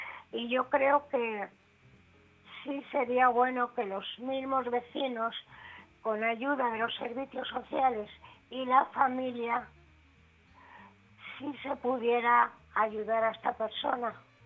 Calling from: Santander, Cantabria, Spain; los de Santander somos de Santander.

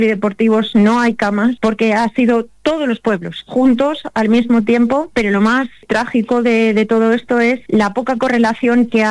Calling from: Casillas, Castile and León, Spain; Yo soy vecina de Casillas

